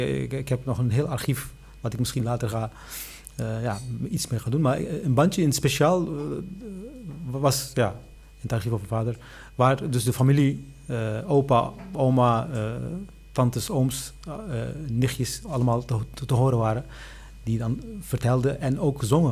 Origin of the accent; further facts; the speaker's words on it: Netherlands; born there; Wij zijn geboren in Nederland, maar mijn ouders die komen uit Antakya, de oude Antiochië.